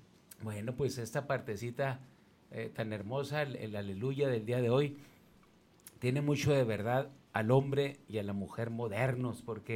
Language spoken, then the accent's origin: Spanish; Monterrey, Nuevo León, Mexico; somos como regiomontanos